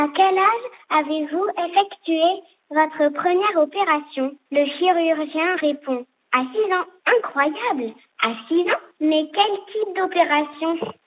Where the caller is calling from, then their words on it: Mulhouse, Grand Est, France; j'ai 6 ans et j'habite à Mulhouse.